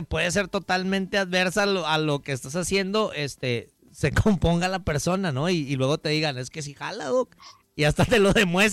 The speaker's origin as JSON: {"language": "Spanish", "country": "Mexico", "said": "Como mexicanos tenemos muchas cosas únicas, únicas, y entre ellas en cuestión de la salud, pues son los remedios, ¿no?"}